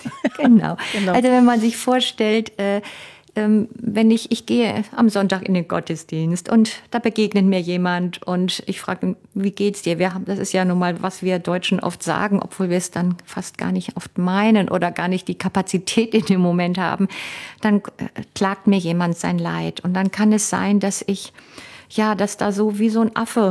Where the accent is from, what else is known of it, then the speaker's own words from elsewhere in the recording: Cologne, North Rhine-Westphalia, Germany; zum Beispiel für mich als Kind in Köln aufgewachsen, der Karneval, dass ich als Kind mich nicht verkleiden durfte